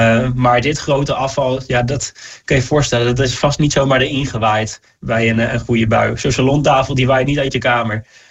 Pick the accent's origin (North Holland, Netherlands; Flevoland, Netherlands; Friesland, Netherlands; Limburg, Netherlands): Flevoland, Netherlands; Zeewolde; ik kom uit Zeewolde